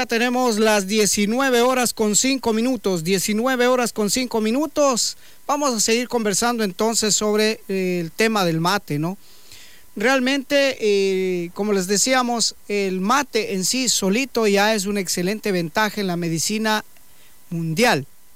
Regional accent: Shushufindi, Sucumbíos, Ecuador; Somos del cantón Chuchufindi, provincia de Sucumbíos.

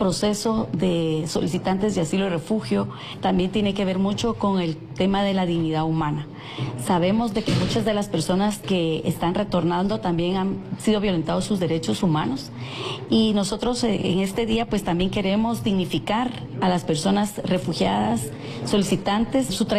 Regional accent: Guatemala; para nosotros como guatemaltecos

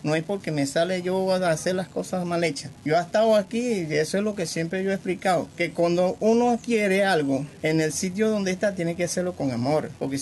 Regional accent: Siquisique, Lara, Venezuela; now in Barquisimeto, Venezuela; un tiempo que duré yo aquí en Barquisimeto. Yo soy de Siquisique.

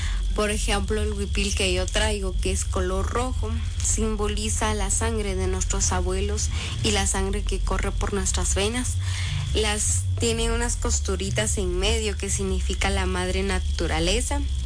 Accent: Guatemala; Y aquí estoy, más orgullosa que nunca de ser guitaneca de corazón y de ser guatemalteca.

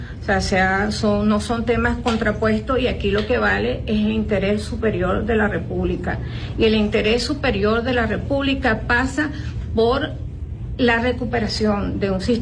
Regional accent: Venezuela; somos los venezolanos

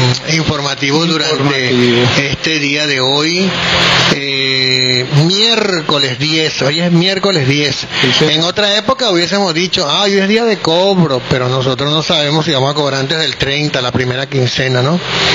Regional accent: Venezuela; como somos los venezolanos

